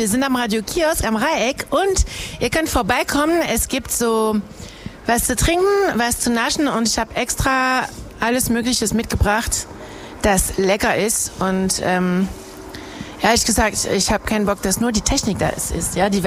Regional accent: France; German is a second language; So, meine Mutter ist deutsch, ja. Und wir wohnen, meine Heimatstadt ist zwischen ein Konsulat und ein Botschaft. Botschaft in Paris und Konsulat in Rouen für Deutschland.

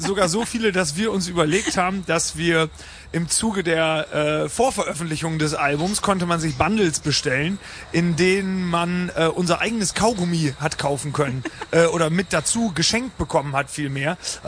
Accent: Osnabrück, Lower Saxony, Germany; wir kommen aus Osnabrück

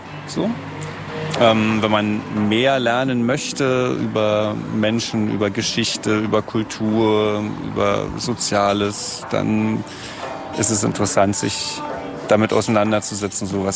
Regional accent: East Germany, Germany; ich komme aus Ostdeutschland

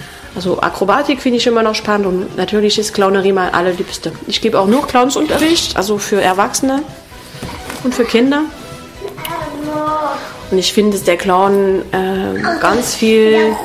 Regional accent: France; German is a second language; moved away as an adult; now in Dresden, Germany; Ich komme aus Frankreich und ich lebe seit 10 Jahren in Dresden

